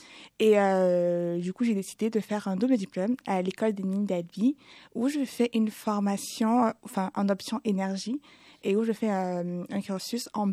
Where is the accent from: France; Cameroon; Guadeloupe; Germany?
Cameroon; j'ai 22 ans, je suis originaire du Cameroun.